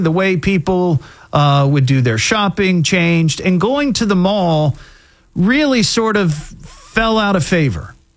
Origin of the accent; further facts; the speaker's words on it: Beavercreek, Ohio, United States; But, you know, I grew up in Beaver Creek. So the mall that I primarily went to with my friends, my mom and dad, whoever, was the Dayton Mall.